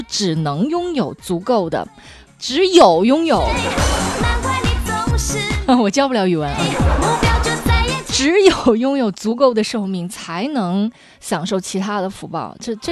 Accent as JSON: {"language": "Chinese", "country": "China", "said": "我们中国人常常说五福临门"}